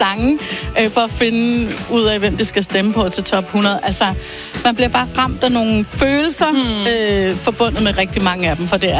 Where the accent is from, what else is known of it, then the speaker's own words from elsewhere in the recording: Copenhagen, Capital Region of Denmark, Denmark; fra 1981, hvor jeg lige startede folkeskolen, og er 7 år gammel, og den der energi, jeg voksede op inde i København